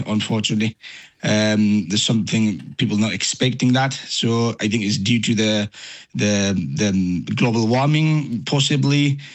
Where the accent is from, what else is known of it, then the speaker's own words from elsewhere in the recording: Pokhara, Gandaki Province, Nepal; I'm coming from the Pokhara, so I'm further away, but the badly hit area is in Nuwakot, Rasuwa and Dading